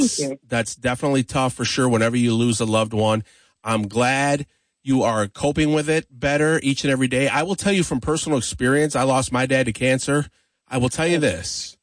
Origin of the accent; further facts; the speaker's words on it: Battle Creek, Michigan, United States; Cereal City, my hometown.